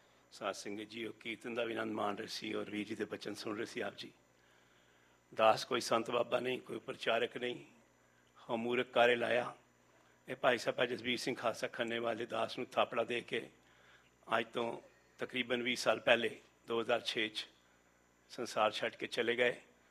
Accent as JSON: {"language": "Punjabi", "region": "Delhi", "country": "India", "tie": "born or raised there", "moved": "as an adult", "lives_now": "England", "said": "ਅੱਤ ਦੀ ਗਰੀਬੀ, ਟੁੱਟੀ ਟੀਨਾ ਦੇ ਛੱਤ ਦੇ ਘਰੋਂ ਮੈਂ ਨਿਕਲਿਆ, 6 ਭੈਣ ਭਰਾ, ਦਾਦਾ ਦਾਦੀ, ਮੰਮੀ ਪਾਪਾ, ਪਰ ਦਿੱਲੀ ਦਾ ਜੰਮਪਲ"}